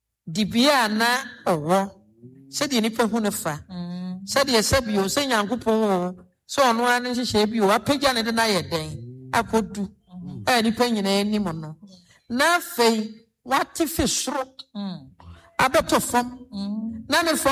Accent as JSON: {"language": "English", "country": "Ghana", "said": "I am from Fendra Ghana."}